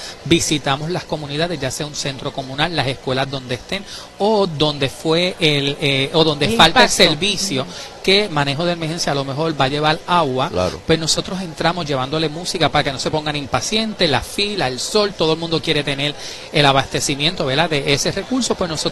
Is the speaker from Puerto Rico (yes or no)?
yes; Puerto Rico; este abanico de la diversidad cultural que somos todos los puertorriqueños